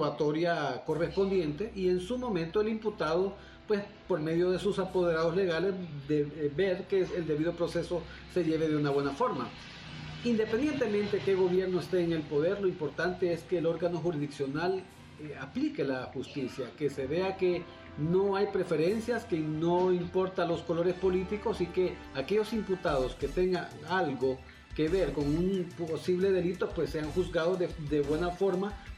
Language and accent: Spanish; Honduras